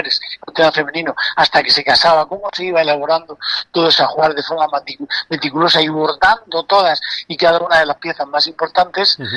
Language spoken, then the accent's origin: Spanish; Lorca, Region of Murcia, Spain; las costumbres que tenemos en Lorca